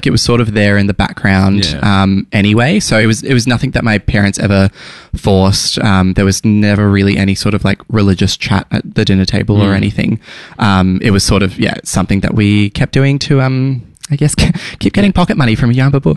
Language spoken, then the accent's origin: English; Adelaide, South Australia, Australia; born or raised there; moved away as an adult; now in Melbourne, Australia